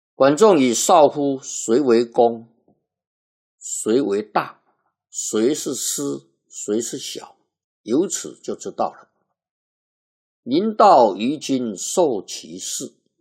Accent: China; 那么今天呢，我们中国人呢，不要自己的文化啊，而且自己还去求啊，用外国的文化来改变呢

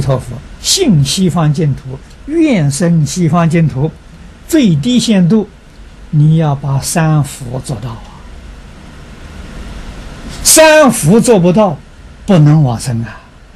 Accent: China; 忉利天，我们中国人称这个天主啊叫玉皇大帝

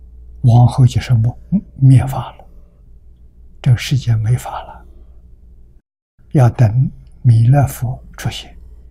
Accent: China; 我们中国人

